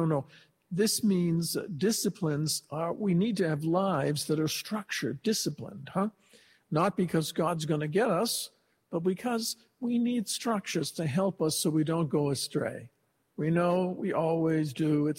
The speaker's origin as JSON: {"language": "English", "town": "Boston", "region": "Massachusetts", "country": "United States", "said": "I'm a Bostonian"}